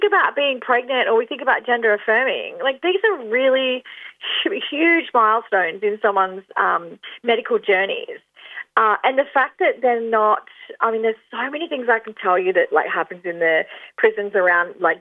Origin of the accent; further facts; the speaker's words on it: Queensland, Australia; moved away; I'm originally from Queensland and I wanted to go back home to Queensland to my family